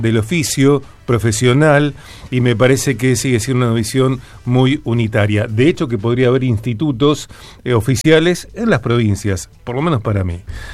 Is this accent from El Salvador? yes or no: no; Rosario, Santa Fe, Argentina